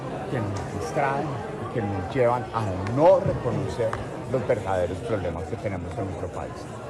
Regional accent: Colombia; me duele como colombiano

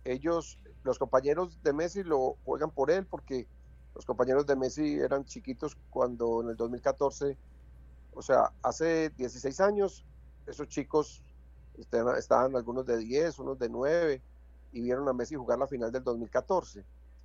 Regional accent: Colombia; Nosotros los colombianos nos cuesta muchísimo decir te amo

